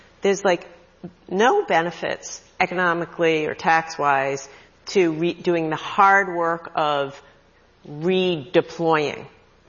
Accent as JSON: {"language": "English", "region": "Rhode Island", "country": "United States", "said": "I'm from Rhode Island. Our state motto is hope, okay?"}